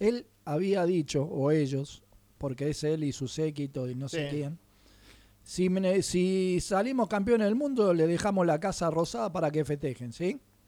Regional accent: Argentina

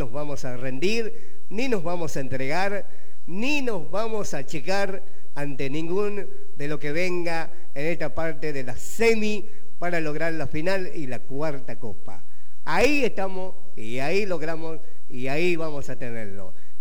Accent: Argentina; soy argentino, soy criollo. Trabajo todos los días en la calle con ustedes

